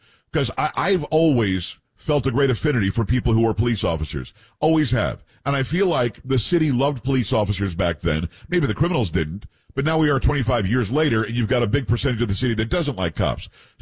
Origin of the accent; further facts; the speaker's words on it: Amityville, New York, United States; also born or lived in Copiague; You know, I'm from Copeg. I'm from Amityville, is my hometown, but Copeg on the island is where I'm from.